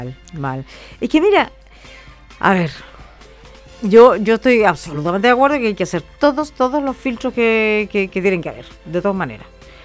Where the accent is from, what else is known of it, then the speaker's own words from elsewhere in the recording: Chile; somos buenos los chilenos para los rumores, po.